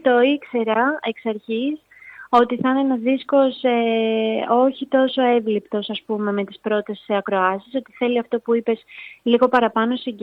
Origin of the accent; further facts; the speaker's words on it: Ano Kastritsi, Western Greece, Greece; το Άνω Καστρίτσι, να πω ότι είναι το χωριό μου, είναι η μαμά μου από εκεί